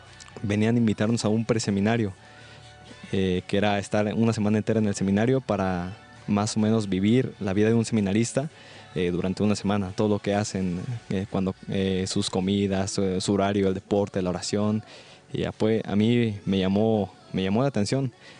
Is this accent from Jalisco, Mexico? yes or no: yes; Tala, Jalisco, Mexico; Soy originario de Tala, Jalisco. Mi parroquia es San Francisco de Asís, la que está en el centro de Tala, donde está la plaza y todos los demás lugares de atracción. Y yo tengo 19 años